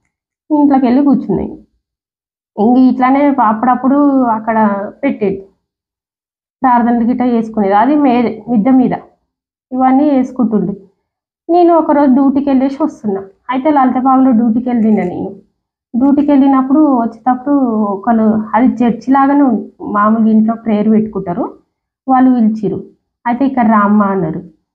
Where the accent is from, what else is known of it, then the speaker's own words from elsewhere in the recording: Karnataka, India; అంటే మాది కర్ణాటక అని చెప్పిన నేను.